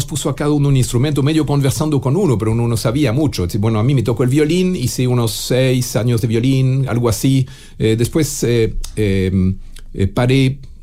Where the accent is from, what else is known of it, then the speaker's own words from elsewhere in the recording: Geneva, Switzerland; Suiza francesa, muy cerca de Ginebra. Hoy sería como decir, es como decir que yo nací en Ginebra, pero es un pueblito.